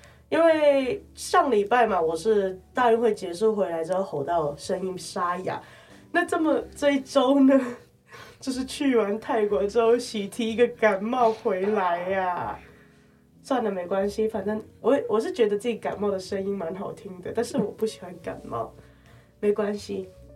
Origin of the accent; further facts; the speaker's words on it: Hong Kong; now in Taiwan; 因为我是香港人嘛